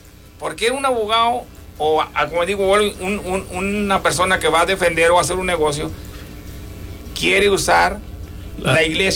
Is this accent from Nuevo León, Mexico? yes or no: yes; Nuevo León, Mexico; now in Bryan, United States; el mercado en mi pueblo, el mercado Juárez allá en Doctor Río Nuevo León